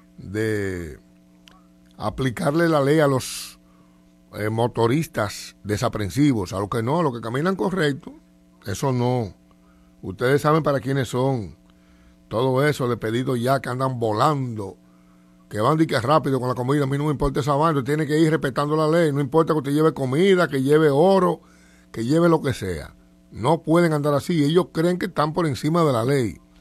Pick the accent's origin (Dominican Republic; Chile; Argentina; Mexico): Dominican Republic; Somos todos dominicanos